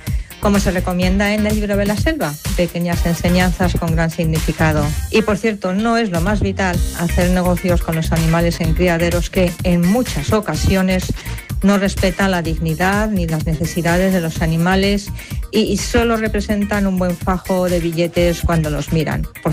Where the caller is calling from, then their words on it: Madrid, Community of Madrid, Spain; de Madrid